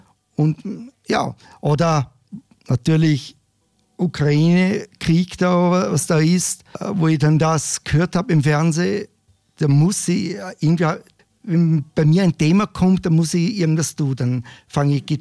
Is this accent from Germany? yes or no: no; Vorarlberg, Austria; Ja, es ist halt, wie gesagt, ich komme ja auch aus Vorarlberg, wie gesagt.